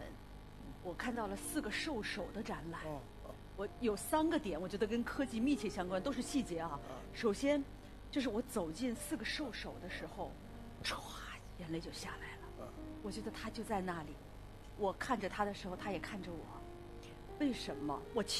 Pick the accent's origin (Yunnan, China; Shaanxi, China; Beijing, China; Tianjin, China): Beijing, China; 我是北京孩子，从小就在颐和园玩